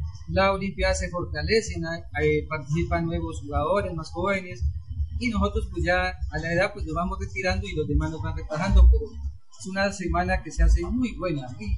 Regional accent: Balboa, Cauca, Colombia; soy oriundo de Balboa.

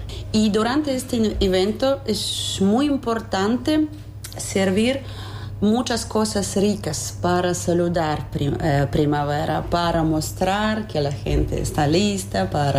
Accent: Russia; Spanish is a second language; now in Uruguay

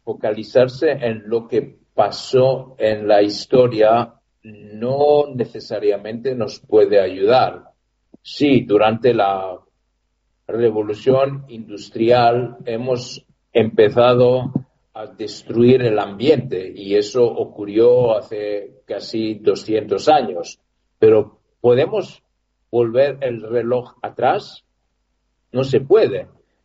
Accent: Greece; now in Uruguay; vengo de Grecia

